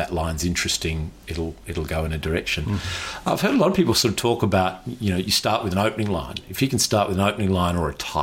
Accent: Canberra, Australian Capital Territory, Australia; now in Sydney, Australia; We're originally from Canberra, so yes. Very easy for us to head back home to Canberra.

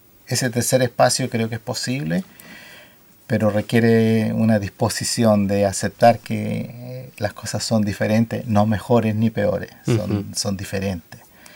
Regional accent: Chile; moved away as an adult; now in Australia; Yo soy provinciano, no soy de Santiago

